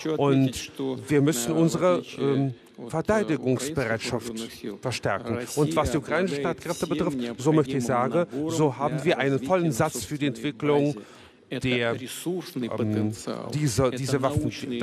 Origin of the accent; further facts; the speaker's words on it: Lebanon; moved away as an adult; now in Russia; ich bin aus vom Süden gekommen. Vor zweieinhalb Jahren bin ich aus Libanon gekommen und ich freue mich sehr, dass ich jetzt in Russland leben und arbeiten kann.